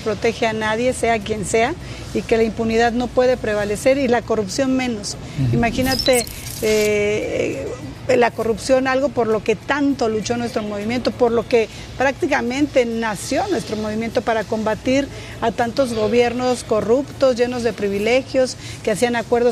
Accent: Chiapas, Mexico

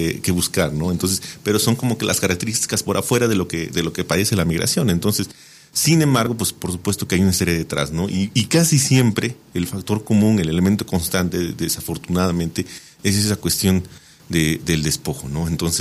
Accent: Puebla, Mexico; Soy muy moreno, pero no soy de Iztapalapa, soy nahua. Y cuando le dije que era yo precisamente del Valle Agrícola de una comunidad nahua en Puebla, se le iluminaron los ojos

